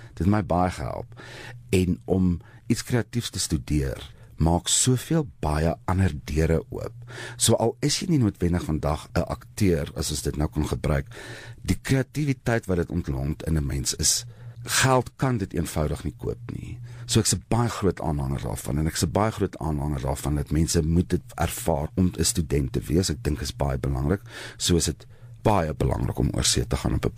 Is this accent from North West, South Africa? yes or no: no; Memel, Free State, South Africa; also born or lived in Vrede; Ek is gebore en groot geword op Memel in die Vrystaat en ek was op Vrede in die skool. Ek is baie trots daarop. Dit is my baie lekker om te sê ek kom van daai wêreld af